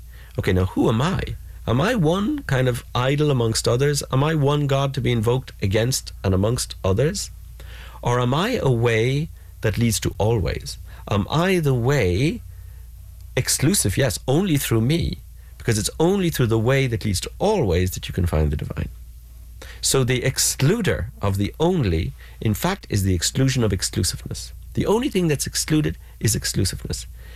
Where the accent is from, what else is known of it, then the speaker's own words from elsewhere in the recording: Ireland; I grew up in Ireland where there are many sacred places.